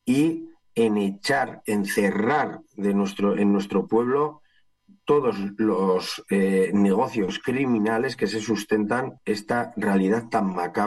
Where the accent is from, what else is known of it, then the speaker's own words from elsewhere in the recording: Basque Country, Spain; nosotras fuimos como delegación vasca